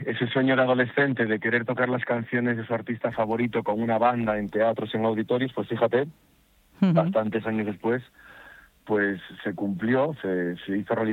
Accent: Galicia, Spain; Te puedo responder al revés, como buen gallego.

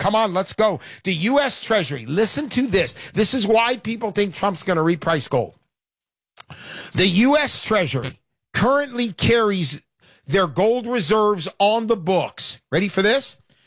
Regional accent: California, United States; Southern California.

